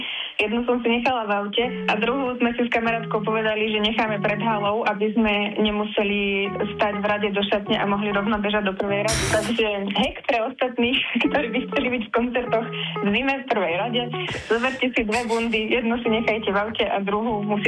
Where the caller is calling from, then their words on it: Bratislava, Bratislava Region, Slovakia; Chodili sme po svojej Bratislave